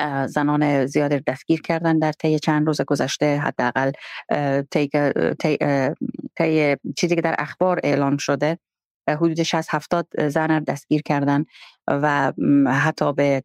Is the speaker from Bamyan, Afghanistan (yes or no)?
no; Herat, Afghanistan; یعنی من خودم چون بزرگ شده هرات هستم، در هرات همونجا 20 سال حداقل کار کردیم، زندگی کردیم